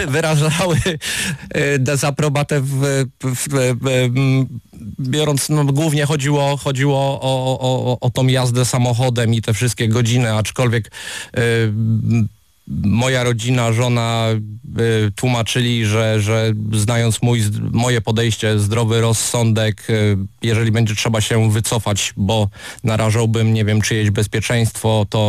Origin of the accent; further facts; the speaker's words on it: Brzeg, Opole Voivodeship, Poland; schronisko w moim rodzinnym brzegu